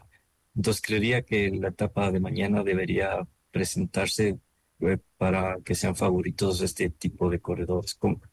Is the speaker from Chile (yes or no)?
no; Ecuador; nosotros como ecuatorianos